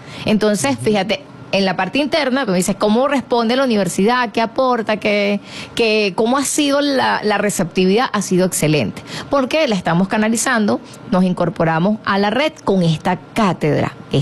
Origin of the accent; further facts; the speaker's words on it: Ciudad Bolívar, Bolívar, Venezuela; born there; now in Barquisimeto, Venezuela; yo soy del estado Bolívar, nací en Ciudad Bolívar